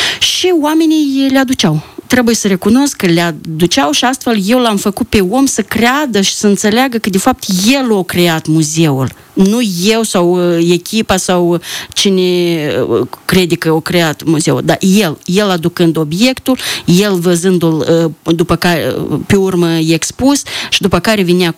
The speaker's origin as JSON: {"language": "Romanian", "region": "Călărași District", "country": "Moldova", "said": "noi avem și alte personalități care tot sunt de la Călăraș."}